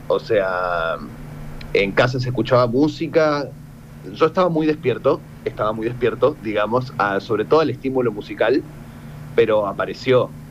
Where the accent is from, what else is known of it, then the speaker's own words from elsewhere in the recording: Resistencia, Chaco, Argentina; moved away as an adult; now in Buenos Aires, Argentina; soy de Chaco, de Resistencia Chaco. Vine a Buenos Aires hace 11 años. Hace poquito se cumplieron 11 años. Vine en el 2015, por la música, claramente.